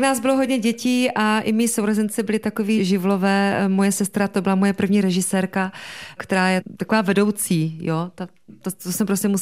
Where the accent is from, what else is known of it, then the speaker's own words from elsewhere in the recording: Hodonín, South Moravian Region, Czechia; Já jsem měla krásné dětství, a když se řekne slovo dětství, tak já to mám zalitý opravdu sluncem, protože jsem vyrůstala ve velmi milující rodině.